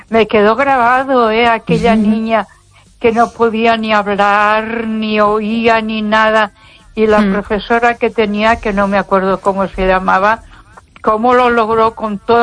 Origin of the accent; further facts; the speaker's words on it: Ponferrada, Castile and León, Spain; Buenas noches, Esther. Soy otra vez la... … de Ponferrada.